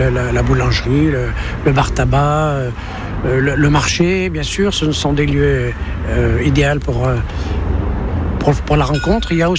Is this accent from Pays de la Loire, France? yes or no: no; Saint-Étienne, Auvergne-Rhône-Alpes, France; born there; Oui, j'ai de la famille ici. Je suis né à Saint-Étienne.